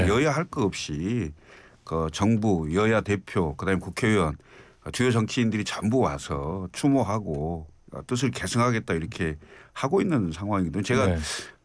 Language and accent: Korean; Honam, South Korea; 제가 호남 출신으로서